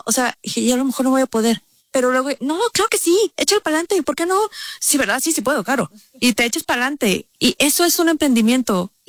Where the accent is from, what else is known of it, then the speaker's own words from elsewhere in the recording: Oaxaca, Mexico; nosotros somos amigas desde hace mucho tiempo, las tres somos oaxaqueñas.